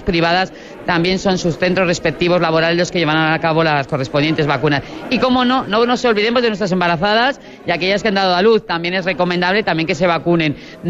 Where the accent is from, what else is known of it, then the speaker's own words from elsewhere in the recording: El Burgo de Osma, Castile and León, Spain; como yo soy del Burgo de Osma, hemos estado hablando de Tajueco